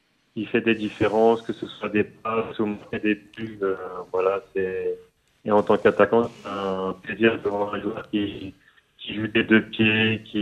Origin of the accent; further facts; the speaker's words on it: Paris, Île-de-France, France; moved away as an adult; en tant que Parisien